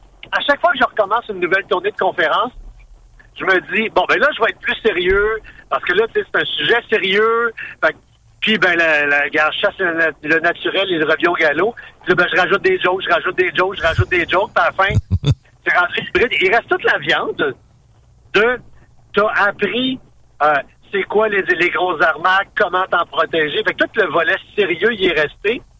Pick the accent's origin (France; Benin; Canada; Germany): Canada; Montreal, Quebec; also born or lived in Témiscamingue; Ma famille vient de l'Abitibi du Témiscamingue. J'ai été élevé à Montréal, là, mais bref, c'est un milieu que je connais bien.